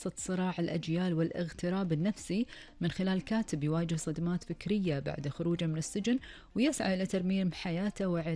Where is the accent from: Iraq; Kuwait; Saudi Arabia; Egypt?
Kuwait; فقرة أخبار ديرتنا الحبيبة الكويت